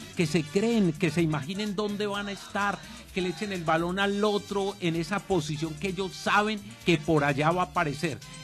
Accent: Colombia; como debo serlo como colombiano

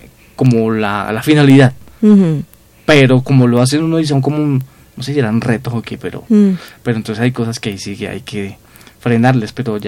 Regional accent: Cali, Valle del Cauca, Colombia; Cuando era niño en Cali

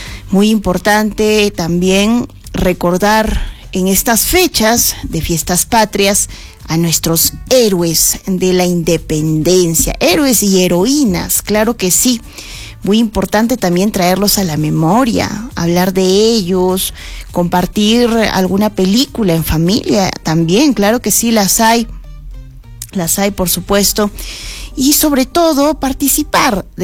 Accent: Peru; en este mes en el que celebramos nuestra independencia como peruanos.

